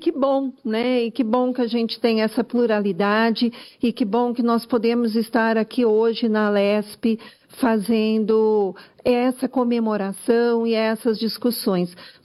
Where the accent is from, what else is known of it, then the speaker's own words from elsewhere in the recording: Marília, São Paulo, Brazil; Sou da região de Marília, distante da capital